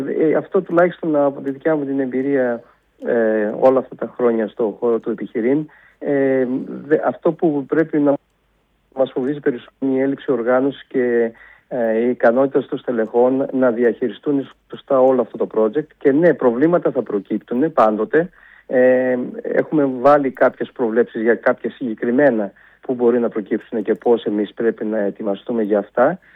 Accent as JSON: {"language": "Greek", "town": "Thessaloniki", "region": "Central Macedonia", "country": "Greece", "said": "εγώ σαν Θεσσαλονικιός"}